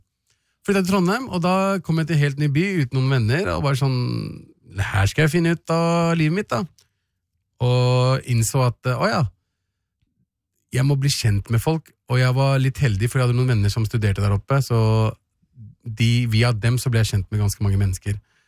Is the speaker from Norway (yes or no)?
no; Pakistan; I tillegg så er jeg pakistaner.